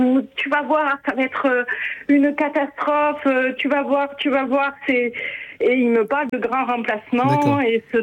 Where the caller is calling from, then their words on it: Lespignan, Occitanie, France; J'habite à l'Espignan entre Béziers et Narbonne.